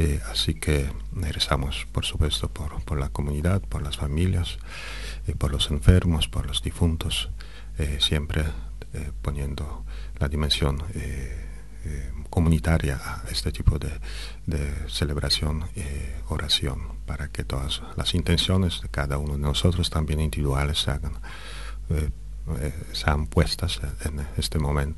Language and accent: Spanish; Argentina